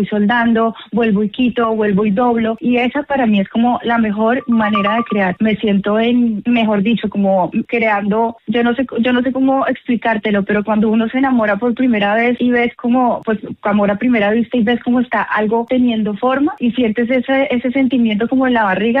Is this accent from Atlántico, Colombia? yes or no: no; Bogotá, Bogotá Capital District, Colombia; La primera vez que expongo en Cali, yo soy de Bogotá, es la primera vez que vengo acá.